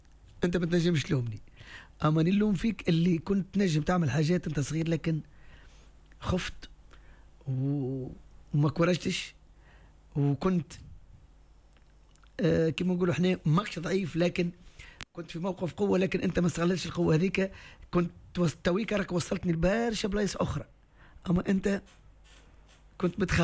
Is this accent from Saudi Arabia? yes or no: no; Tunisia; accent: south-eastern Tunisian; moved away; وحنا اصلا في الجنوب الشرقي لهجتنا قريبه ياسر للعربيه الفصحى ما والناس كل تفهمها حتى في تونس يفهمونا القوبسية خاصة نحن نحكي على الجنوب الشرقي قابس مدنين